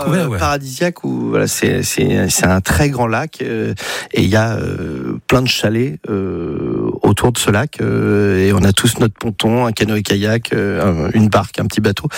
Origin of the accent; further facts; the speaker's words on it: Paris, Île-de-France, France; Mais et après, moi, j'ai grandi à la Contrescarpe.